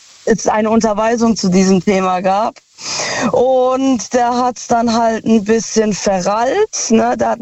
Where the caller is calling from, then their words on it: Ludwigshafen, Rhineland-Palatinate, Germany; Aus Loh. Also aus Ludwigshafen.